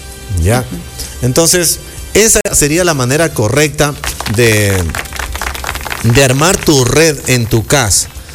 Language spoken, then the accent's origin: Spanish; Ecuador; Pero como nosotros somos bien ecuatorianos